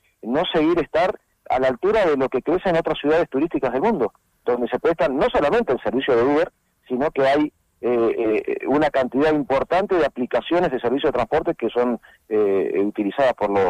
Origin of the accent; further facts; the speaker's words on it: Puerto Madryn, Chubut, Argentina; como madrileños en algún momento queremos ser reconocidos por lo que nos corresponde, ¿no?